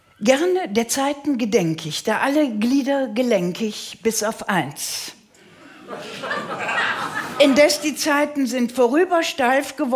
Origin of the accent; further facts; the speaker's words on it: Rhineland, Germany; born there; ich bin an einem Karnevalssonntag geboren worden im Rheinland